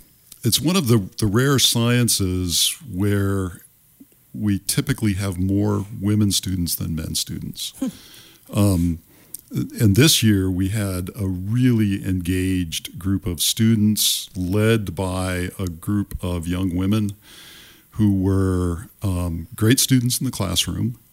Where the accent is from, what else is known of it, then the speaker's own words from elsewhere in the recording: Ohio, United States; also born or lived in Southern Nevada; now in Spokane, United States; I grew up in Ohio.